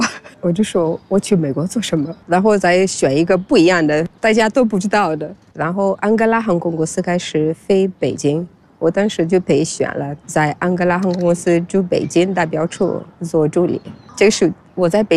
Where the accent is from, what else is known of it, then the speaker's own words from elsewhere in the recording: Cape Verde; Chinese is a second language; moved away as an adult; now in Beijing, China; 足球是我们佛得教的国球，最热门的运动。对，因为我其实我是来自一个特别穷的一个孩子